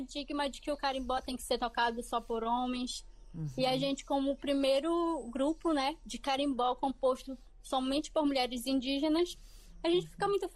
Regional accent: Pará, Brazil; A gente é daqui do oeste do Pará, bem no finalzinho do Pará

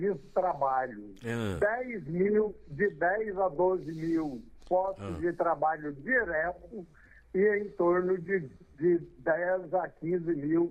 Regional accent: São Gotardo, Minas Gerais, Brazil; moved away as an adult; now in Bahia, Brazil; você já disse, eu sou mineiro da cidade de São Gotardo, lá no estado de Minas, e vim parar na Bahia dia 5 de agosto de 2005, portanto, dia 5 de agosto agora completa 21 anos.

